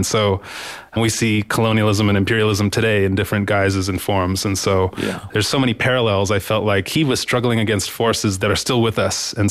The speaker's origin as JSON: {"language": "English", "town": "Boulder", "region": "Colorado", "country": "United States", "tie": "born or raised there", "said": "Absolutely. Yeah, I grew up in Boulder, and I never would have imagined that I would become a professor of history."}